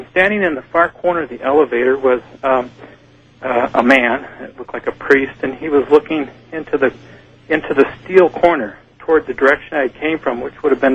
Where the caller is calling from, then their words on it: Santa Barbara, California, United States; I'm in Santa Barbara.